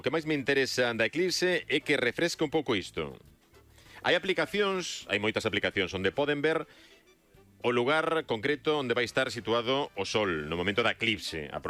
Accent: A Estrada, Galicia, Spain; Vos días, eu son da Estrada, e imos ver a eclipse dende Pico Sacro.

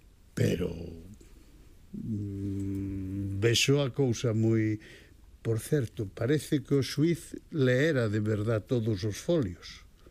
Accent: Vigo, Galicia, Spain; eu como son de Vigo, sígueme gustando.

